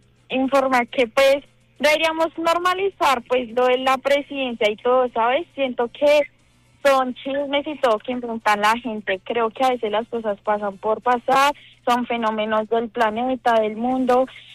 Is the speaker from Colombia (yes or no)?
yes; Colombia; Estamos unidos, somos colombianos y estamos como en los malos momentos, volvemos y nos levantamos.